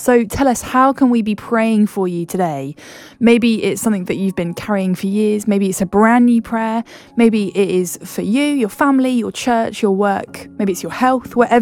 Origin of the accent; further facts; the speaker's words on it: United Kingdom; as polite British Christians